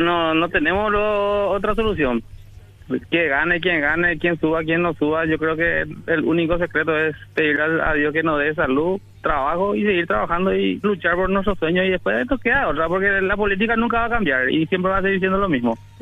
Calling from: Coronel Bogado, Itapúa, Paraguay; estoy llamando de Coronel Bogado, Itapúa.

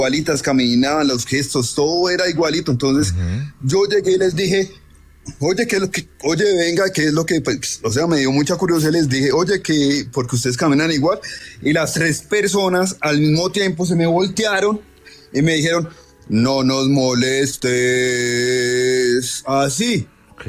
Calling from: Bogotá, Colombia; No, yo estoy acá en Bogotá.

